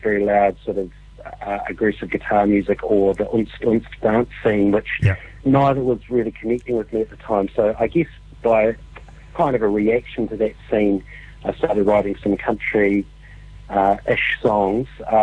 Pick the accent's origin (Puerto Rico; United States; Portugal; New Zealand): New Zealand; Dunedin, Otago; moved away as an adult; also born or lived in Auckland; I was living in Auckland at the time. I'm originally from Te Pōti, Dunedin, where we are based now, but I was living in Auckland